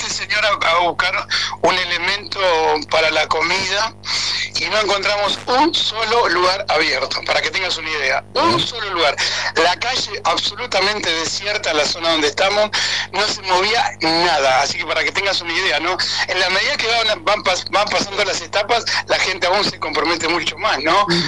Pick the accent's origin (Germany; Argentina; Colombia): Argentina; yo como argentino te digo